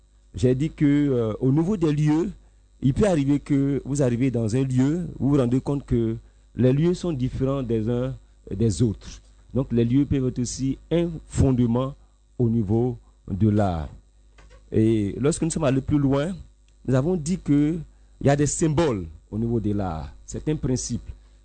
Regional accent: Côte d’Ivoire; Nous sommes en Côte d'Ivoire.

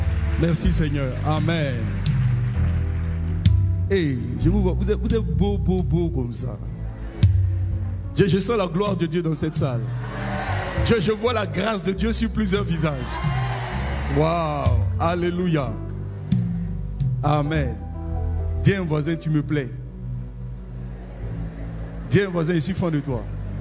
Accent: Yopougon, Abidjan, Côte d’Ivoire; j'ai le langage de Yopougon parce que je viens de Yopougon.

